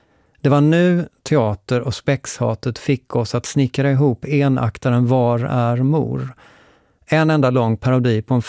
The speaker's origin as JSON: {"language": "Swedish", "town": "Lund", "region": "Skåne", "country": "Sweden", "said": "I studentstaden Lund, där jag kommer ifrån, är studentspex-traditionen stark."}